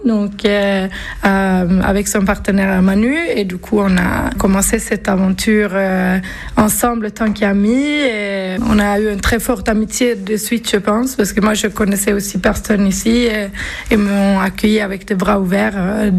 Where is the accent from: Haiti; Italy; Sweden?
Sweden; French is a second language; moved away as an adult; also born or lived in Nice, France; now in Avize, France; Je viens de Suède, donc j'ai commencé mes études là-bas.